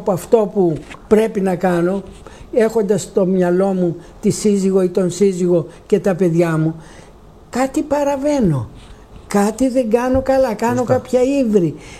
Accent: Greece; εμείς είμαστε Έλληνες

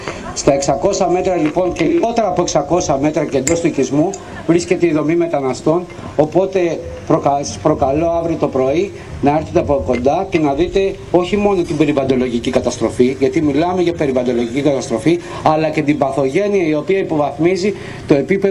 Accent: Chios, North Aegean, Greece; βρίσκονται στο χωριό μου, βρίσκονται στην ακριτική Χίο

